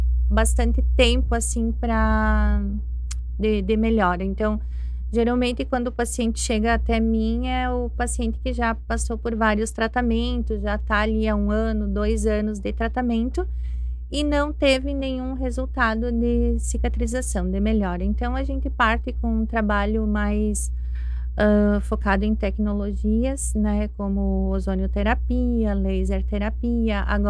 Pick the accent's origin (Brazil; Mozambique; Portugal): Brazil; Getúlio Vargas, Rio Grande do Sul; born there; also born or lived in Erechim; now in Veranópolis, Brazil; Eu nasci em Getúlio Vargas, mas eu moro em Veranópolis desde 1999.